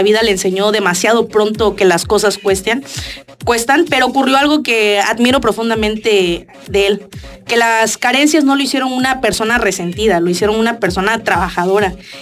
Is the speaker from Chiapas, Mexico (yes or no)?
yes; Tapachula, Chiapas, Mexico; yo soy de origen tapachulteca, mis papás son tapachultecos, mis abuelas, todos mis familiares somos de Tapachula. Yo nací y crecí aquí